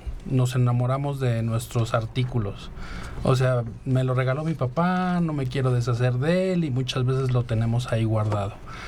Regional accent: Mexico; como cultura mexicana, estamos acostumbrados a guardar las cosas o a darle cierta estima.

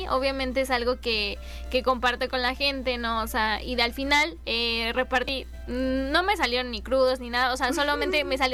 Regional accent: Mexico City, Mexico; en el barrio, pues, de donde vengo

